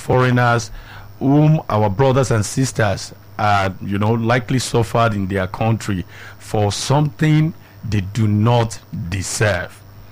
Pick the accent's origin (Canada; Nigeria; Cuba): Nigeria; As a Nigerian, that spirit is in you.